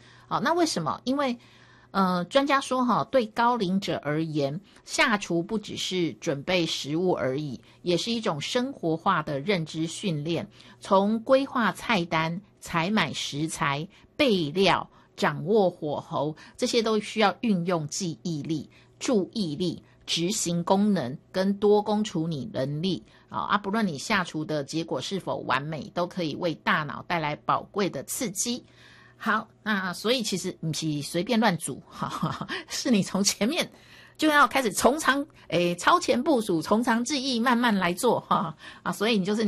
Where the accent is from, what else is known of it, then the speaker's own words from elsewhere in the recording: Taiwan; 基本上我觉得我们台湾人吃饭真的是太快了哈